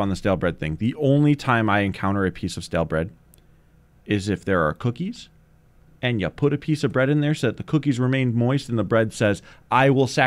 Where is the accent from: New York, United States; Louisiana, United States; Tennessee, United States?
New York, United States; Buffalo; Yes, I know. I'm from Buffalo.